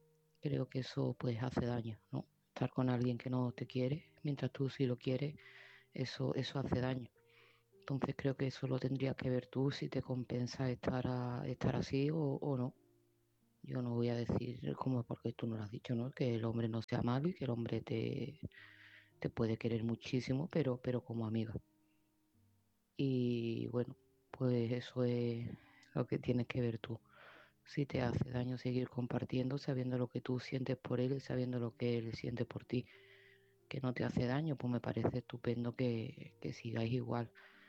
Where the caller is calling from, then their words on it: Seville, Andalusia, Spain; de Sevilla y este mensaje va para Maite.